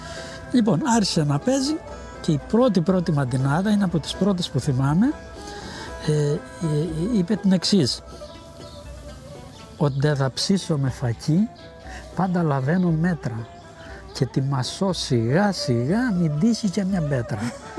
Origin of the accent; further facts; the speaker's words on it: Charasos, Crete, Greece; όπως αγαπώ εγώ το χωριό μου, φαντάζομαι ότι και ο κάθε κριτικός αγαπά το δικό του το χωριό, και κατ' επέκταση μετά πρέπει να αγαπάμε και ολόκληρη την Κρήτη.